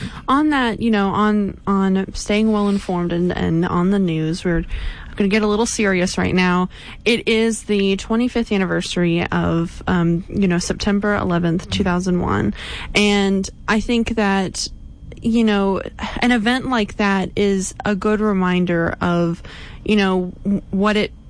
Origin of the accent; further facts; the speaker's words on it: Houghton, United States; Houghton as a contribution because that's my hometown.